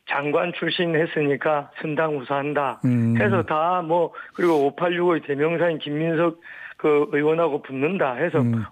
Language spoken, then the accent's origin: Korean; Busan, South Korea; 제가 뭐 부산 사나이로서